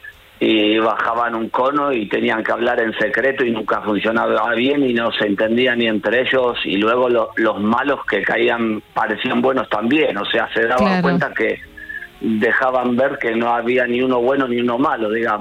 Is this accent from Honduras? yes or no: no; Argentina; Pero me vinieron mucho a la memoria en mi país, como se dan cuenta por mi acento, las series de televisión de agentes secretos.